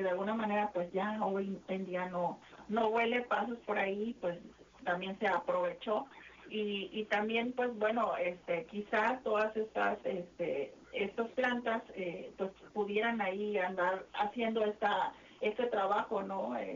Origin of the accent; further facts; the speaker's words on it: Tampico, Tamaulipas, Mexico; born there; also born or lived in Reynosa, Tamaulipas; now in Ciudad Victoria, Mexico; yo soy originaria de Tampico, pero viví en Reynosa y ahora vivo en Tampico. Ahora vivo en Victoria. Soy como, dicen, como la India María, ni de aquí ni de allá. Pero bueno, soy tamaulipeca.